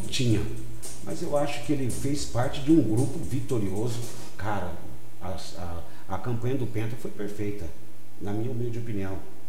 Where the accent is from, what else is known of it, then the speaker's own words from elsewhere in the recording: Brazil; Eu sou brasileiro, pô.